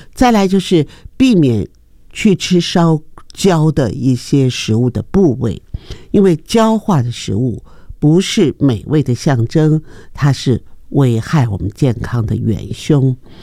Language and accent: Chinese; Taiwan; 我们台湾人